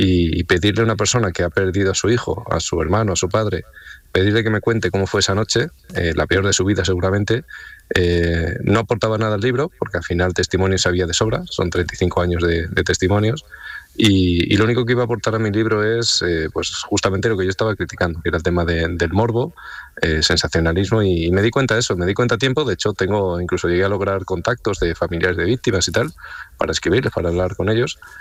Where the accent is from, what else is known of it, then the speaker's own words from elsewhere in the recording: Extremadura, Spain; yo soy de Extremadura, pero no soy en concreto de la zona de La Serena.